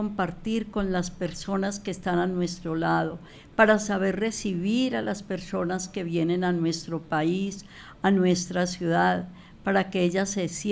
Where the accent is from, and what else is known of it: Colombia